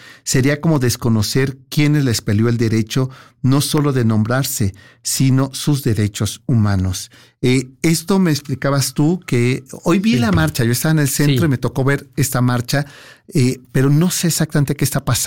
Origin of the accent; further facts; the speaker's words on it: Mexico; Porque si no es como quitarle la identidad de lo que somos los mexicanos.